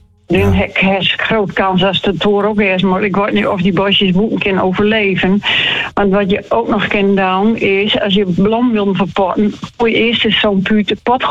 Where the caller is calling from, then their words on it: Uithuizermeeden, Groningen, Netherlands; Uit Huizenmeden.